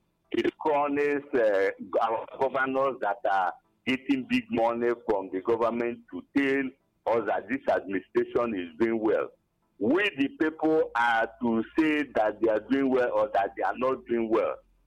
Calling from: Agbani, Enugu State, Nigeria; I'm calling from Abapani Senugu.

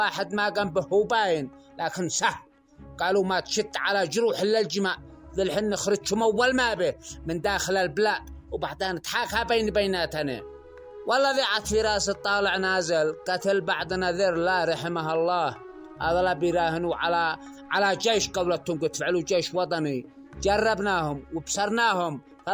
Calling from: Yemen; في حقنا كيمنيين

